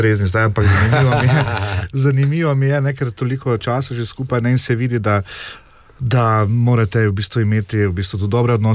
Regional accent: Styria, Slovenia; kot rečemo Štajerci, tu ni zajmancije, ne

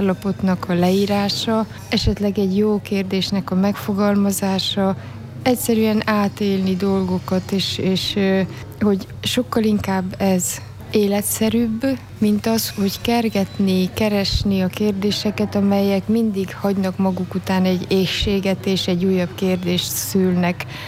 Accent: Moldavia, Romania; Moldvába születtem, Románia keleti részén. Egy magyar, katolikus magyar parasztfaluban nőttem föl.

